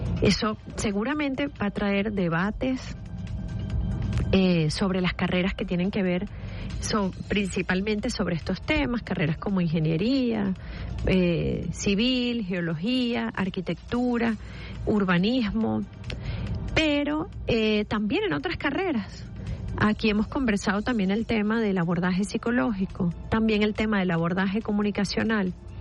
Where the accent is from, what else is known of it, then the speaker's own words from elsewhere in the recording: Venezuela; Es parte del llamado que tenemos como venezolanos